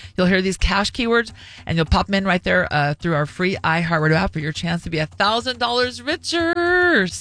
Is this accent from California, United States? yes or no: yes; the Bay Area, California, United States; born and raised in the Bay, baby.